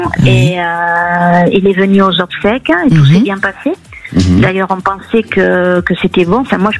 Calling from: Toulouse, Occitanie, France; Je vous appelle de Toulouse.

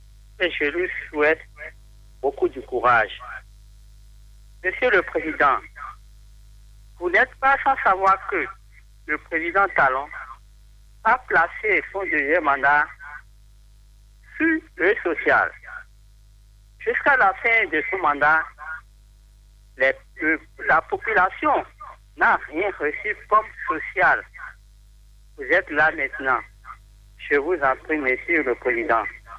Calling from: Porto-Novo, Ouémé, Benin; je suis depuis Porte Nouveau.

